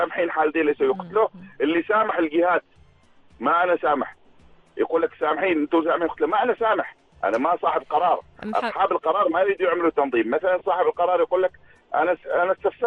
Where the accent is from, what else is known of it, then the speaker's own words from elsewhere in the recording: Oman; أنا عماني